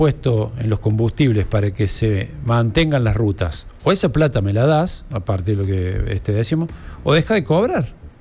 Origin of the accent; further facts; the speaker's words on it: Córdoba, Argentina; pensando como cordobés de capital